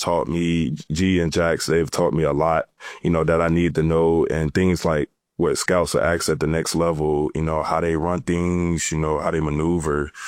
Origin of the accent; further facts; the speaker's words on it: Birmingham, Alabama, United States; also born or lived in Hoover; No, I'm from Birmingham originally, but I moved to Hoover.